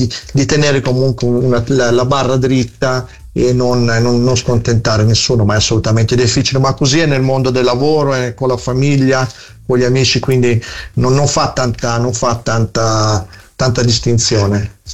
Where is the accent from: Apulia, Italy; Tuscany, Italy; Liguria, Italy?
Tuscany, Italy; Florence; now in Romagna, Italy; io sono 30 anni che abito in Romagna, ma sono originario di San Frediano, e per me tutte le volte che vengo a Firenze è un pianto d'amore, di nostalgia